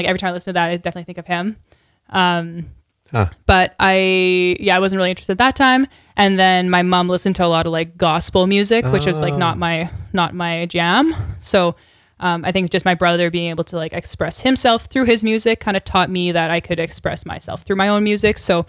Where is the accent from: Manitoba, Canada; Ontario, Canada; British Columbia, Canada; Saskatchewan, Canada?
Saskatchewan, Canada; Dalmeny; I technically grew up like outside of Saskatoon. So I grew up in a small town called Dalmany. So it's about like maybe half hour from outskirts of Saskatoon.